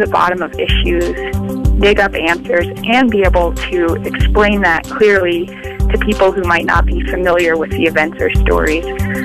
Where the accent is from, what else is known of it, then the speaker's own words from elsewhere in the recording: Bighorn, Wyoming, United States; I'm from Bighorn, Wyoming.